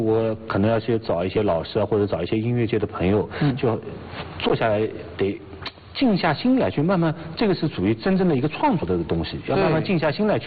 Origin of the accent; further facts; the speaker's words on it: Hangzhou, Zhejiang, China; 我的一个先天优势就是我是杭州人